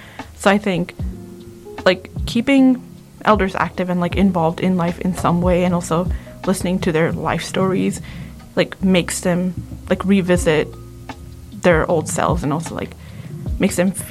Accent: Gujarat, India; I come from Gujarat, so I call my mother's side grandparents Nana and Nani, and my dad's side Dada and Dadi.

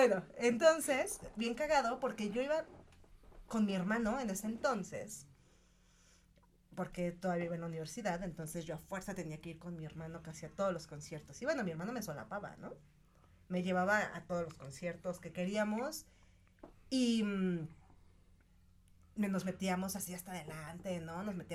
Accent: Ecatepec, State of Mexico, Mexico; Bueno, sí, yo nací, crecí en Ecatepec.

